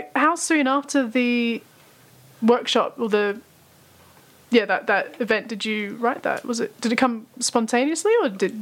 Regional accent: Melbourne, Victoria, Australia; of course, being from my hometown of Melbourne.

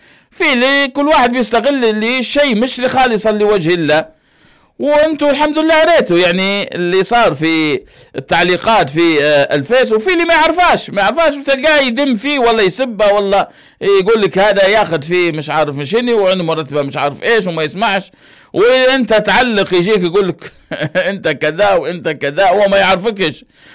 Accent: Libya; احنا في ليبيا

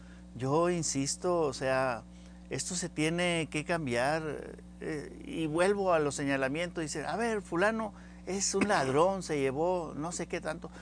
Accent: Mexico

